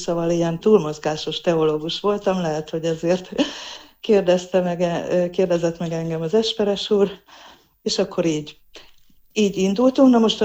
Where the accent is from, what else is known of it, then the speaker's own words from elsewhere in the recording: Budapest, Hungary; én a Szélkámán térnél nőttem fel, akkor még Moszkva térnek hívták